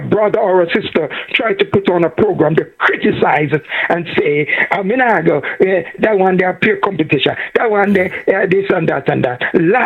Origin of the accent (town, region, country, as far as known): Jamaica